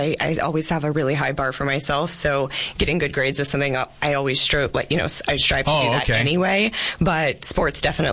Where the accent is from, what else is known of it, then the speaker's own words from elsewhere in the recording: Yuma, Arizona, United States; I am. So born and raised in Yuma.